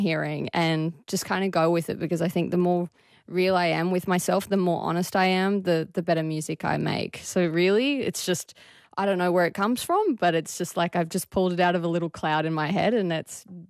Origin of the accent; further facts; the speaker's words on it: Tamworth, New South Wales, Australia; moved away as an adult; now in Sydney, Australia; So to be able to represent my hometown and, you know, show them the culture of what Tamworth is